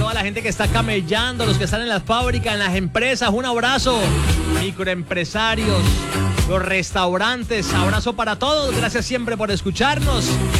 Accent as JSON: {"language": "Spanish", "country": "Colombia", "said": "Para luego ir a ejercer mi derecho y mi deber como colombiano al voto."}